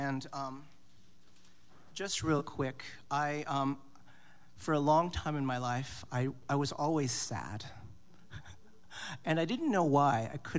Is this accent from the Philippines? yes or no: yes; Philippines; So I'm from the Philippines and come from multiple generations of farmers.